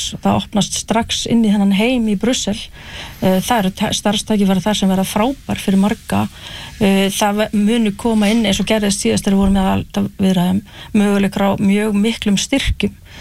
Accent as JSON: {"language": "Icelandic", "town": "Hrísey", "region": "Northeastern Region", "country": "Iceland", "tie": "born or raised there", "said": "að ég brálst upp í Hrísi og horfði að sjá rútverðin þar hrynja"}